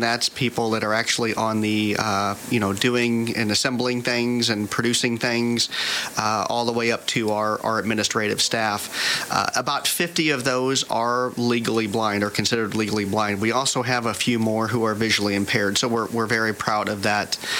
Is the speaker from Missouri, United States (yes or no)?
yes; St. Louis, Missouri, United States; also born or lived in Illinois; now in Troy, Illinois, United States; I grew up in the St. Louis area